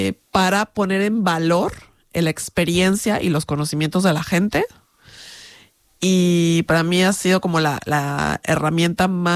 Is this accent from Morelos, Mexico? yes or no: yes; Morelos, Mexico; also born or lived in Tijuana; yo nací en Tijuana, México. De hecho, solo nací allí y a los pocos, no sé, días, semanas, fui a vivir a la ciudad de la eterna primavera de México